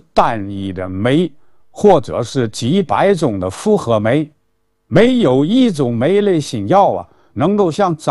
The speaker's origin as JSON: {"language": "Chinese", "country": "China", "said": "可是作为中国人呢，我心里边装的是国家，装的是人民。"}